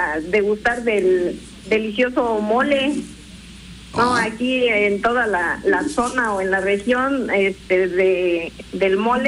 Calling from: Teteles de Ávila Castillo, Puebla, Mexico; De Teteles de Ávila Castillo.

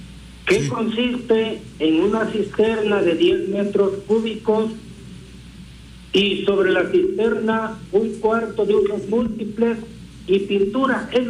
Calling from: Huehuetán el Chico, Puebla, Mexico; De Huehuetán el Chico, señor gobernador.

